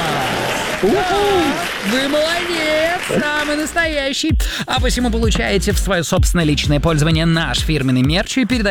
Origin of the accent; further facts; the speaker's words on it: Yamalo-Nenets Autonomous Okrug, Russia; Ну, например, в условном Ямало-Ненецком автономном округе, откуда я родом.